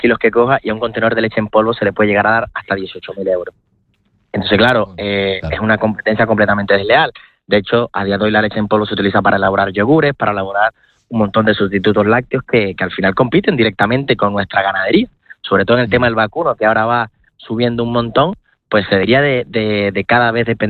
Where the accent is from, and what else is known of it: Canary Islands, Spain